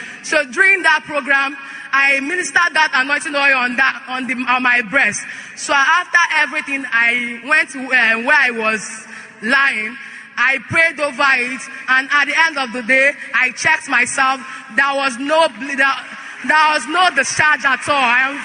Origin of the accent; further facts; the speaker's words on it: Imo, Nigeria; now in Lagos, Nigeria; I've come to give glory to God of Shiloh. Well, I came from Imo State.